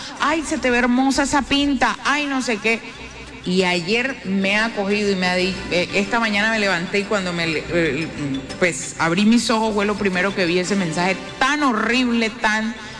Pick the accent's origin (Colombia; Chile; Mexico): Colombia; esto es para que aprendamos como colombianos, primero a respetar las diferencias